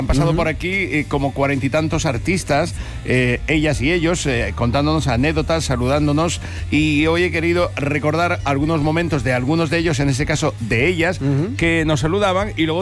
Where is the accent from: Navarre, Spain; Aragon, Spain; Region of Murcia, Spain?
Region of Murcia, Spain; Cartagena; Mi tierra, ¿no?